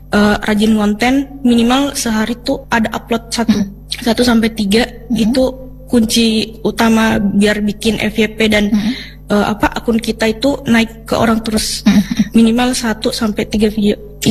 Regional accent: Makassar, South Sulawesi, Indonesia; now in Mamuju, Indonesia; Apalagi saya tuh di Mamuju pendatang, saya dari Makassar.

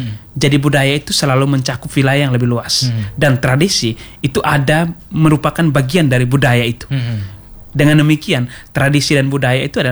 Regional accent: East Nusa Tenggara, Indonesia; now in Kupang, Indonesia; kami orang Sika

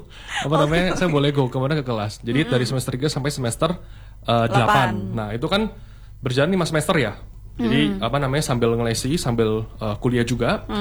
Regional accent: Jakarta, Indonesia; moved away as an adult; now in Malang, Indonesia; saya ini kebetulan asli Jakarta. Saya kuliah di Malang di Brawijaya.

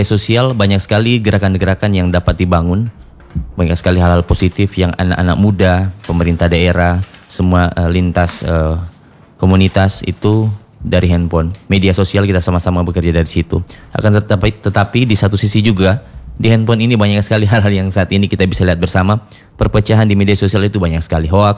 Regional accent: Sangihe, North Sulawesi, Indonesia

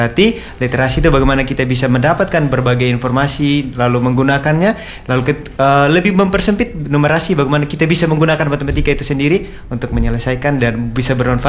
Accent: Sumba, East Nusa Tenggara, Indonesia; now in Kupang, Indonesia; Dari kata … mungkin tahu, itu dari Sumba.

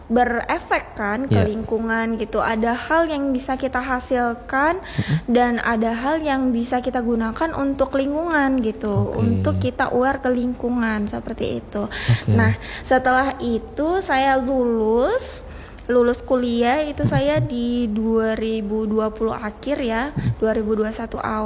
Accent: Aceh, Indonesia; moved away; Nah saya sempat pulang kampung dulu, dan memang saya kan tinggal di daerah pesisir juga ya yeah. itu di Aceh Tamiang

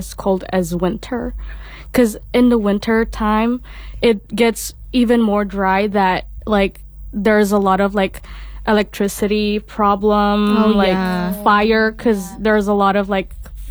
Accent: Indonesia; English is a second language; like we came from Indonesia where it's only rainy day and sunny day, mm-hmm.

